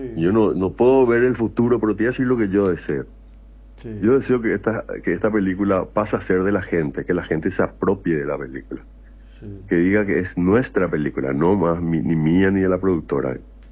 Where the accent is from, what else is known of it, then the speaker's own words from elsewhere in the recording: Paraguay; para nosotros como paraguayos